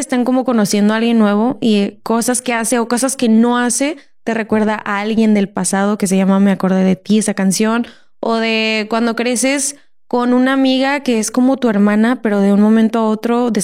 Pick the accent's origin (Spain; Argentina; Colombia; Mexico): Mexico; Monterrey, Nuevo León; soy de Monterrey, soy artista, cantante y compositora